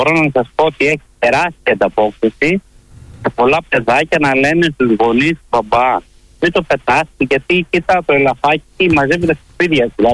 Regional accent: Greece

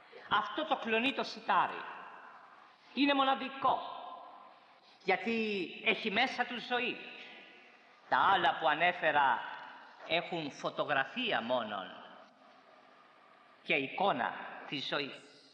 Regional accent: Corfu, Ionian Islands, Greece; Και είναι ακριβώς αυτό για το οποίο έψαχνα χρόνια πολλά στο νησί μου, στην Κέρκυρα.

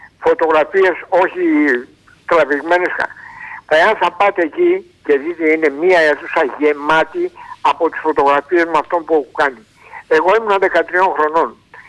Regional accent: Istanbul, Turkey; now in Greece; Είμαι από την Κωνσταντινούπολη, είμαι 82 χρονών, ήμουν 13 χρονών όταν ζήσαμε τη μαύρη αυτή με καμένο σπίτι και καμένο μαγαζί του πατέρα μου.

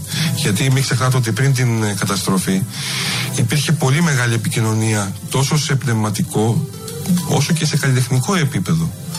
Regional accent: Greece; also born or lived in Athens / Piraeus; εμείς οι άνθρωποι που επιλέξαμε να μείνουμε στον τόπο μας, γιατί και εγώ ίδιος έφυγα για σπουδές στην Αθήνα

